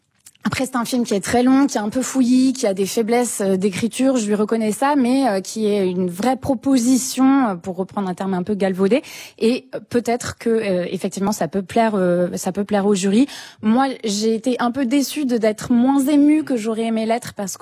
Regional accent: France; en tant que français, on soit trop concentré sur ce film.

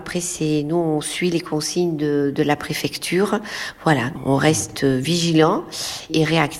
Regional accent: Parentis-en-Born, Nouvelle-Aquitaine, France; Voyez, je suis originaire de Parentis.

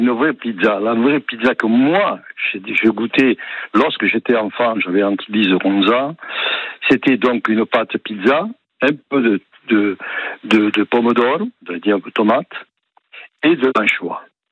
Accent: Italy; now in Villeneuve-lès-Avignon, France; je suis effectivement originaire d'Italie, je suis né là-bas il y a quelques décennies.

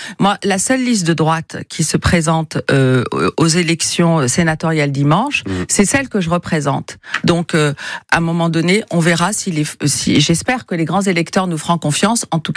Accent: France; en tant que Française et catholique.

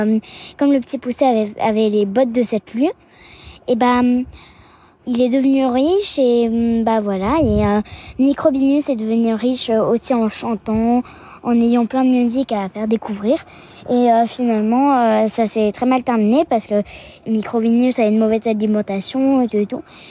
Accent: Réunion; Je viens de la Réunion et je suis à l'école Risseau Blanc à la montagne.

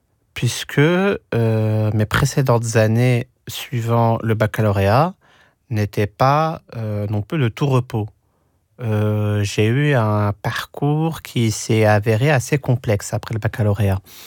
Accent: Algeria; also born or lived in France; Oui, français, algérien. J'ai mes deux nationalités et je les porte fièrement. Mais quand je dis que, avec ce lapsus, je ne vis pas en Algérie.

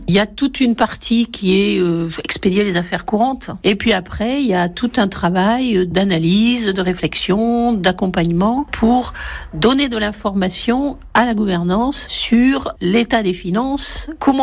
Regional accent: Bordeaux, Nouvelle-Aquitaine, France; je suis bordelaise et je suis trésorière bénévole chez les Restos du Cœur de la Gironde.

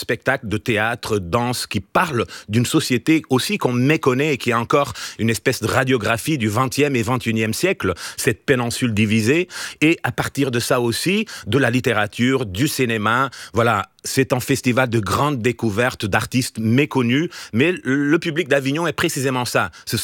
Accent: Portugal; French is a second language; moved away as an adult; now in France; moi je suis portugais

